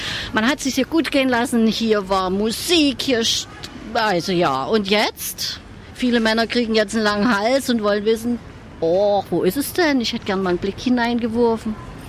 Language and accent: German; Meißen, Saxony, Germany; Ich freue mich, dass wir bei diesem fast strahlend blauen Himmel meiner Heimatstadt jetzt kennenlernen werden. Ich bin hier geboren und ich lebe sehr gerne hier.